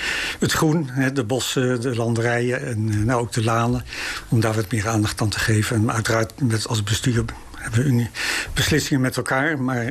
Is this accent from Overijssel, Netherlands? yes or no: yes; Overijssel, Netherlands; ik kom niet uit Vollenhoven, ik kom uit Belschutsloot.